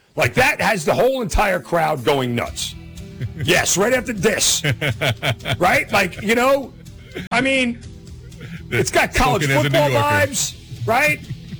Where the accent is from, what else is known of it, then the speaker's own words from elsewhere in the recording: New York, United States; moved away as an adult; I grew up in New York. I didn't hear country music until I left New York when I was 20 years old.